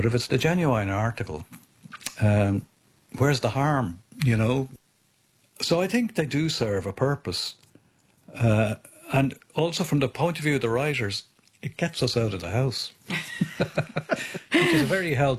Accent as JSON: {"language": "English", "country": "Ireland", "said": "We were both in a little way outsiders being Irish"}